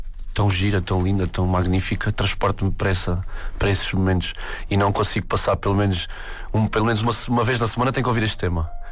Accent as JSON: {"language": "Portuguese", "town": "Beja", "region": "Alentejo", "country": "Portugal", "tie": "born there", "said": "Nasci dentro do Caldeirão do Cante Alentejano, nasci em Beja. E é muito bom ter nascido lá"}